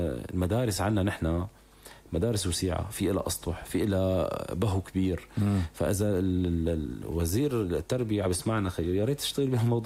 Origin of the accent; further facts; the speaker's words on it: Idlib, Idlib Governorate, Syria; أنا كنت موجود بمدينة إدلب وأنا ابن مدينة إدلب